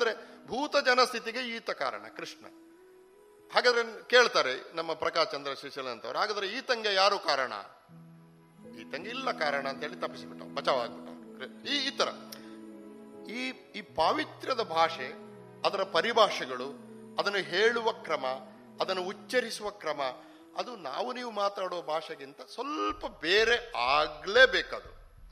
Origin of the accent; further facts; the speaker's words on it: Guttigaru, Karnataka, India; ನಮ್ಮ ಊರು ಗುತ್ತಿಗಾರು ಪಂಜದಲ್ಲಿ